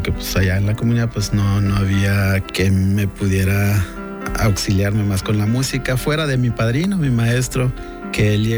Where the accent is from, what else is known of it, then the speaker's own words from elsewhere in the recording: Retosachi, Chihuahua, Mexico; Soy de Retosachi, en Batopilas, 12 horas más o menos desde la capital, aquí en Chihuahua. Estuve ahí en la comunidad con mis papás hasta los 12 años, pues era cuando yo apenas terminaba lo que es la primaria